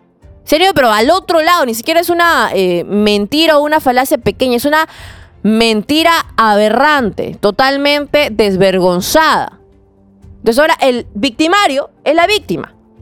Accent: Peru; todos somos peruanos.

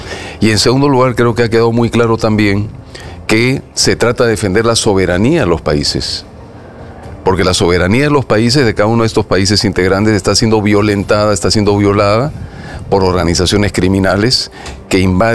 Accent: Peru; toda la inestabilidad política que hemos tenido en el Perú

